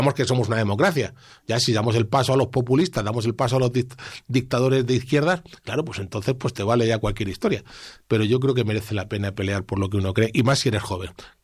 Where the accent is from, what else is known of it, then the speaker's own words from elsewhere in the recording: Region of Murcia, Spain; hay tantísimas cosas que se pueden hacer en mi tierra